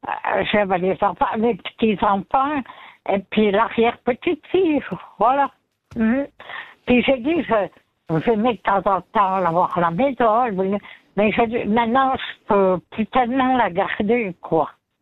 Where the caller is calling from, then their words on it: Valais, Switzerland; j'habite en Valais, à l'hôpital de Sion.